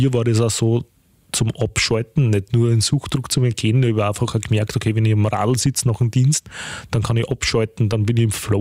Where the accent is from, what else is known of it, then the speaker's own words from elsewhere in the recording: Geiselberg, Lower Austria, Austria; now in Wolkersdorf, Austria; oft in meine alte Heimat, weil ich komme aus Geiselberg bei Zistersdorf.